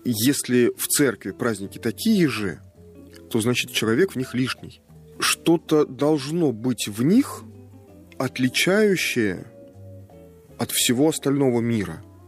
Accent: Nizhny Novgorod, Nizhny Novgorod Oblast, Russia; я же нижегородец, я же тоже, я член церкви Нижегородской земли.

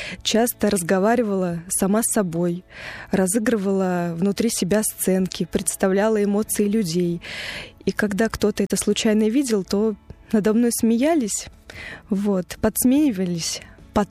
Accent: Nakhodka, Primorsky Krai, Russia; moved away as an adult; родилась я в замечательном месте, в Приморском крае, город Находка. Город омывает Тихий океан, Японское море. У нас очень уютный, красивый город. Я там выросла и жила до 18 лет.

